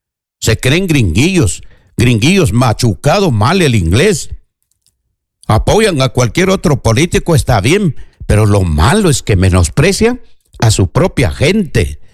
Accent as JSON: {"language": "Spanish", "country": "Peru", "moved": "yes", "lives_now": "United States", "said": "todos los peruanos estamos arrojados en este país porque de alguna manera queremos tener un mejor porvenir, o muchos hemos llegado a este país porque nos amenazaron quizás en el Perú."}